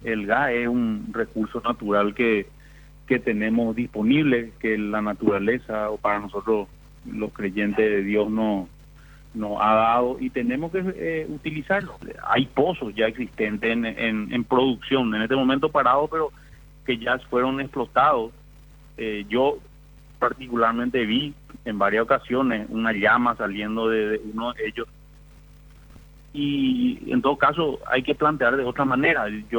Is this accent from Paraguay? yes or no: yes; Chaco, Paraguay; como chaqueño, te voy a hablar como paraguayo